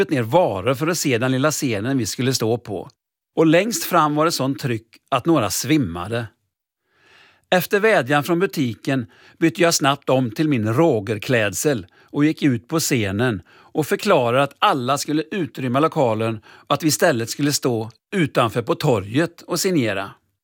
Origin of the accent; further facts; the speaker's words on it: Mariestad, Västra Götaland County, Sweden; Och vi började i Mariestad, min hemstad.